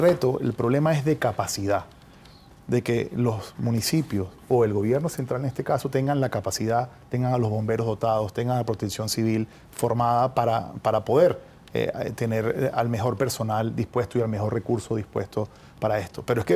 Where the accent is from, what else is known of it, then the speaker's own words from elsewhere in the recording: Venezuela; como venezolanos nos crecemos